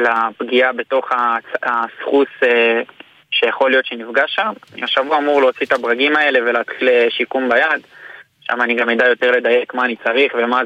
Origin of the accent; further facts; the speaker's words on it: Jerusalem, Jerusalem District, Israel; אני מירושלים. כל החיים גרתי בירושלים, למדתי בירושלים.